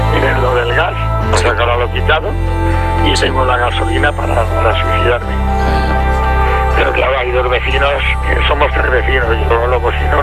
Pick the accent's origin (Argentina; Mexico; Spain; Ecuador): Spain; Galicia; moved away; yo lo que quiero es marcharme para Galicia, para mi tierra natal.